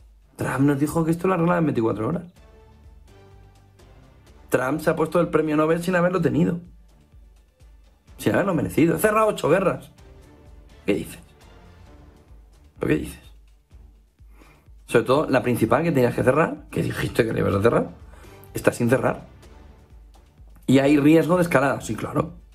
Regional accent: Alicante, Valencian Community, Spain; born or raised there

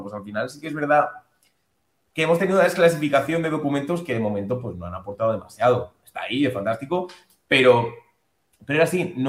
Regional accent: Spain; Yo que soy español, libramos una buena batalla.

